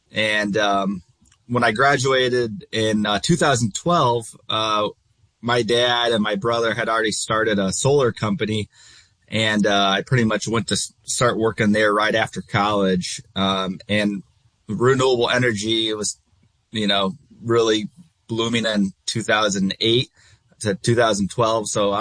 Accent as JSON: {"language": "English", "town": "South Bend", "region": "Indiana", "country": "United States", "tie": "born or raised there", "said": "I'd say for natural spaces, I go back to growing up on the St. Joe River here that flows through South Bend."}